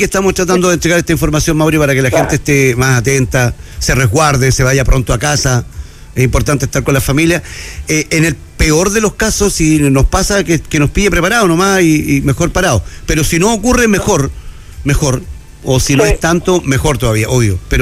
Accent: Antofagasta, Chile; los que somos de Antofagasta y tenemos mediano conocimiento, estuvimos aquí ese año y vimos y vivimos el tema del aluvión

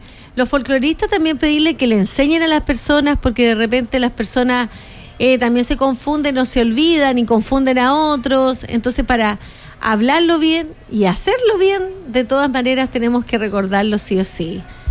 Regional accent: Chile; somos burlescos los chilenos

